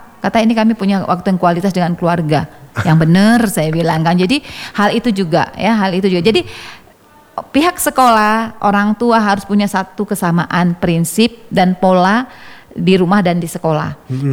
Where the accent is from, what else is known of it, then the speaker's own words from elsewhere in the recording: Takengon, Aceh, Indonesia; saya tuh besar di kecilnya di Takengon, dan saya melihat keluarga saya tuh pandai-pandai pedih bicara bahasa Gayo.